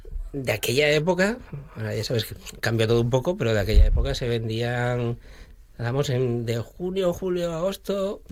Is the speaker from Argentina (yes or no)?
no; Cantabria, Spain; Soy cántabro de padre asturiano.